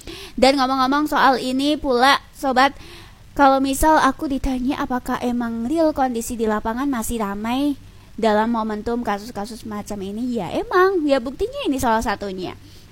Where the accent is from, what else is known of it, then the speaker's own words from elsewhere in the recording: Lamongan, East Java, Indonesia; Kita sebagai warga Lamongan